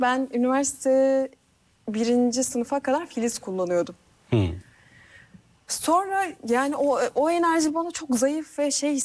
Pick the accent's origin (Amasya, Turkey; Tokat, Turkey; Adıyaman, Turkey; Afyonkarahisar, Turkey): Tokat, Turkey; Turhal; also born or lived in Mersin; Mersin doğumluyum. Hı. Ama benim çocukluğum ilkokuldan ortaokula kadar Tokat'ın Turhalı ilçesinde geçti.